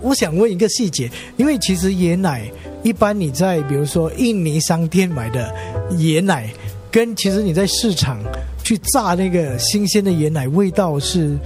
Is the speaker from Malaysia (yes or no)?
yes; Malaysia; 我是马来西亚人嘛